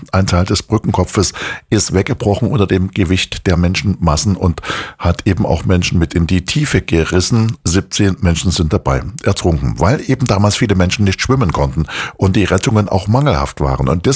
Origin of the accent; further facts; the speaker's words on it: East Germany, Germany; born there; bin ja geborener Ossi und habe gar nicht gewusst, dass es so viele coole Schallplatten gibt auf der Welt.